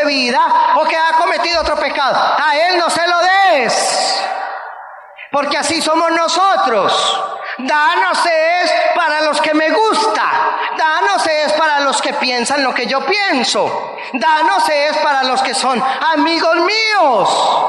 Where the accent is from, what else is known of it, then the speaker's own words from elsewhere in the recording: Colombia; cuando yo muestro mi pasaporte, como soy colombiano